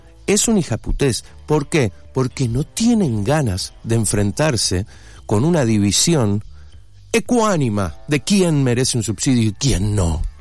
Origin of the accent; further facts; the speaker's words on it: Argentina; Hoy los 40 y pico de millones que somos, el Estado argentino